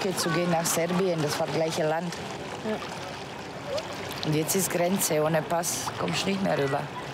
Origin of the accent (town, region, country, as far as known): Bosnia & Herzegovina; born or raised there; German is a second language